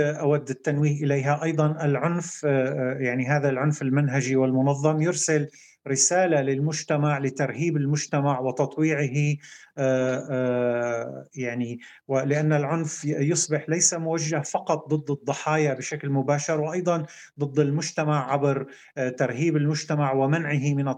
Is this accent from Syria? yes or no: yes; Syria; ولكن فيما يخص بلدنا سوريا